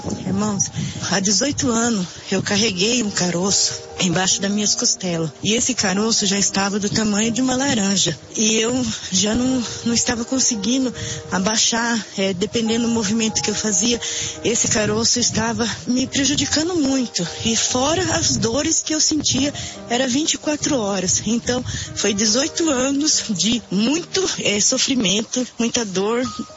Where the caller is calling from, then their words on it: Boituva, São Paulo, Brazil; sou da cidade de Boituva